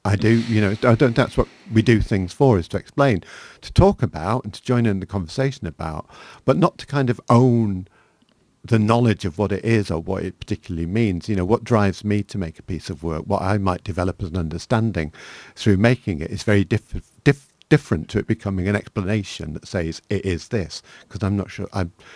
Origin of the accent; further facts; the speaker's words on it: Manchester, North West England, United Kingdom; moved away; where I grew up in Manchester, in Harper Hay.